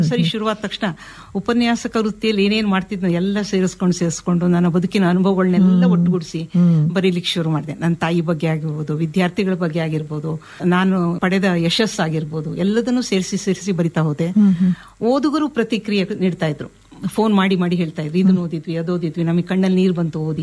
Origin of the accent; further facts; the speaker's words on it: Chitradurga, Karnataka, India; now in Shivamogga, India; ನಾನು ಚಿತ್ರದುರ್ಗದವಳು, ಅಲ್ಲಿ ಬೆಟ್ಟ ಕೋಟೆ ಕೊತ್ತಲೆ ಎಲ್ಲ ಇದೆ. ಚಿಕ್ಕನಿಂದ ಬೆಟ್ಟ ಹತ್ತಿ ಇಳಿದವಳು ನಾನು.